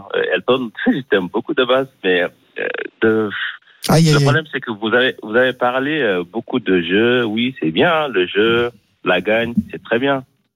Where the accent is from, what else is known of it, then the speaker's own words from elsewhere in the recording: Senegal; moi, je suis sénégalais.